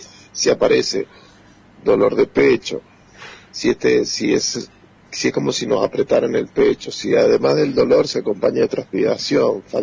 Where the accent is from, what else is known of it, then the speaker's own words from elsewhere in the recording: Argentina; nosotros como argentinos